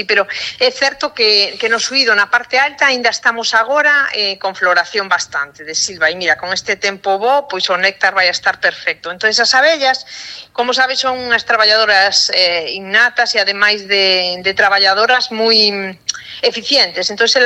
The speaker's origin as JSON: {"language": "Galician", "town": "Beirán", "region": "Galicia", "country": "Spain", "said": "Eu son de Beirán, veciña aí de Valladares tamén, claro."}